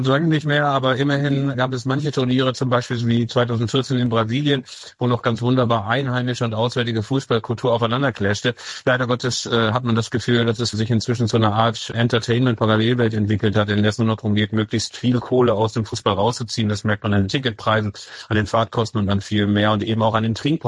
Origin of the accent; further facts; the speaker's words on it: North Rhine-Westphalia, Germany; moved away; Ansonsten sage ich natürlich als alter Ostwestfalen